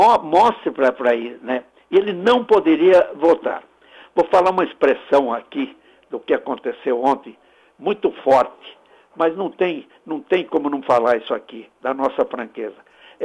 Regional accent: Brazil

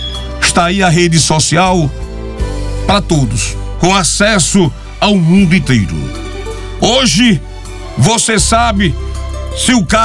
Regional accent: Brazil; cada um de nós, brasileiros

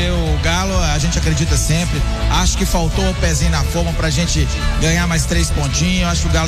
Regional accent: Belo Horizonte, Minas Gerais, Brazil; Eu sou do Buritis.

